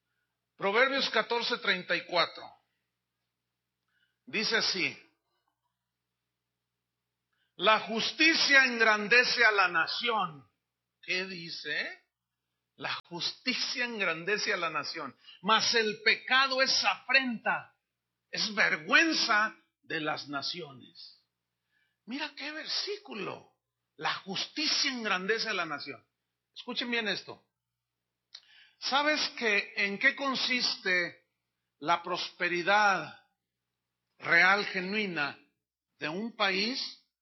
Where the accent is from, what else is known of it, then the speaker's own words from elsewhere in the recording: Mexico; Yo cuando viajo a distintos países, ¿de dónde eres? Soy mexicano.